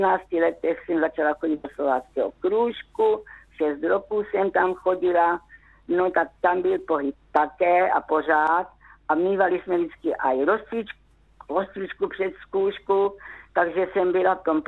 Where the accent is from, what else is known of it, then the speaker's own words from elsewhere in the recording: Kunovice, Zlín Region, Czechia; Já pocházím z Kunovic.